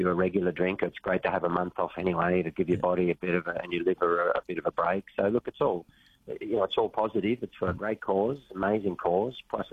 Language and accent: English; Lismore, New South Wales, Australia